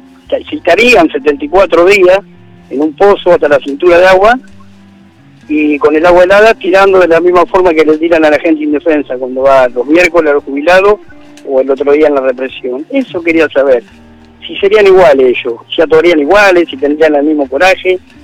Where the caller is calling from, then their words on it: San Antonio de Areco, Buenos Aires Province, Argentina; En San Antonio de Areco.